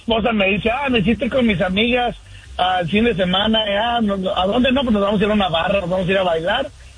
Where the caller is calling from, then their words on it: Sacramento, California, United States; Buen día, aquí de Sacramento … buenos días a todos y arriba buen Michoacán.